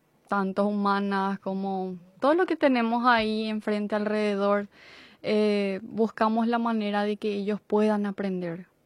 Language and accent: Spanish; Horqueta, Concepción, Paraguay; Yo soy norteño.